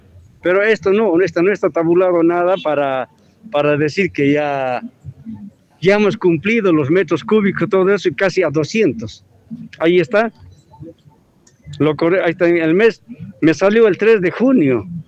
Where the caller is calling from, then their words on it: Bolivia; Yo vengo del barrio de Virgen de Fátima.